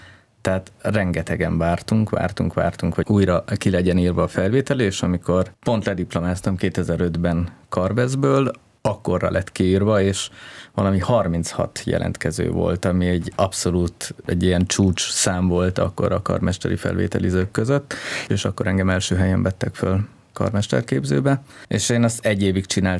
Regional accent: Heves, Hungary; Tehát én úgy nőttem föl, hogy Heves egy kisváros volt, ahol szerencsére volt egy zeneiskola, de alapvetően én a cigányzenében szocializálódtam.

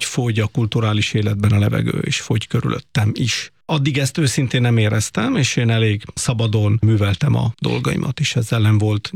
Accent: Italy; now in Hungary; Tehát én Olaszországban születtem, ott szocializálódtam egy másik politikai kultúrában

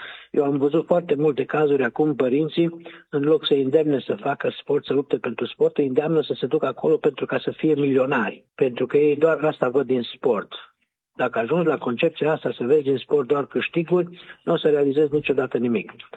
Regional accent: Romania

